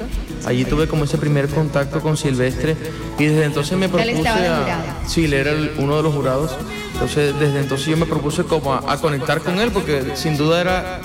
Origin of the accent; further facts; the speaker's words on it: Barranquilla, Atlántico, Colombia; born there; also born or lived in Valledupar; Sí, sí, bueno, yo nací en Barranquilla, entonces no puedo dejar de reconocer las raíces, pero Dios me puso en Valledupar, entonces yo le debo a ambas ciudades, por eso yo digo que yo soy vallequillero